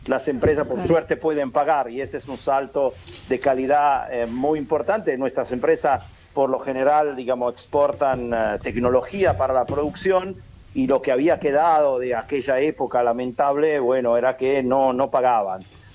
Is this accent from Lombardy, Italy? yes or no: yes; Lombardy, Italy; now in Argentina; yo soy del lago de Como, así que estoy para allá arriba, casi Suiza.